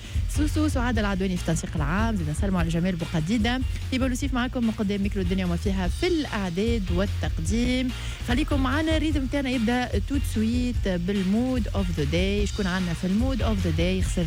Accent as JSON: {"language": "Arabic", "country": "Tunisia"}